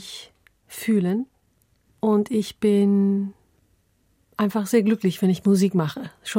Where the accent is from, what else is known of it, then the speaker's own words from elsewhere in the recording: Munich, Bavaria, Germany; German is a second language; Ich bin in München aufgewachsen und da ich am Anfang wirklich nicht gut Deutsch konnte im Kindergarten